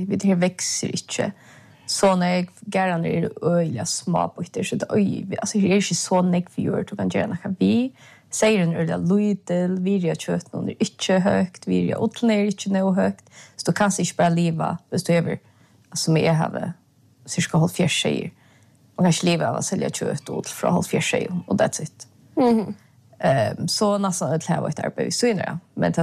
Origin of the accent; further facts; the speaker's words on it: Sweden; Ja, jag är född och vuxen i Ävik.